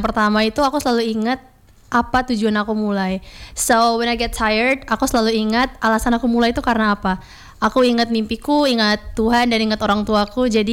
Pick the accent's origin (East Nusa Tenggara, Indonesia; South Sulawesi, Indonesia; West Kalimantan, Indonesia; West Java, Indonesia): East Nusa Tenggara, Indonesia; Ende; born there; now in Jakarta, Indonesia; aku asli dari ND Flores, Nusa Tenggara Timur.